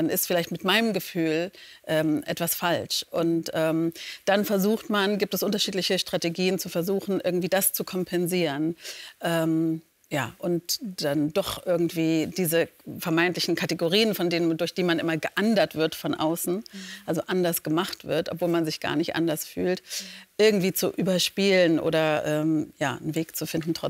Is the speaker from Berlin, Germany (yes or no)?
no; Leipzig, Saxony, Germany; Leipzig war meine Heimatstadt. Ich war noch nie woanders, also bis zu meinem 8. Lebensjahr.